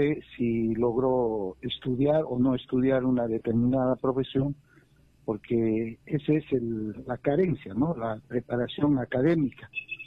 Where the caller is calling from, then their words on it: Quillabamba, Cusco, Peru; desde la ciudad de Quillabamba.